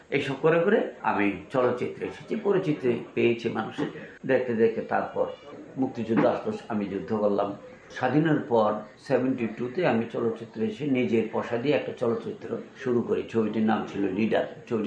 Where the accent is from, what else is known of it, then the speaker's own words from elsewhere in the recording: Brahmanbaria, Chittagong Division, Bangladesh; আমার বাড়ি ব্রাহ্মণবাড়ি